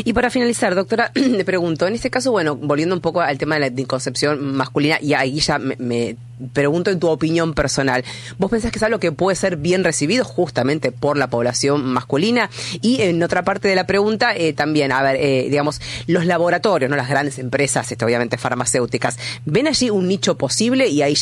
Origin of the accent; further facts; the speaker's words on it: Argentina; somos los argentinos